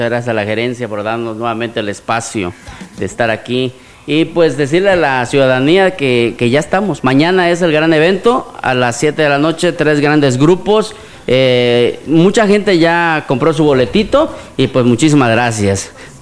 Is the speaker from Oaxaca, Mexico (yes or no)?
no; Comitán, Chiapas, Mexico; somos de aquí de Comitán.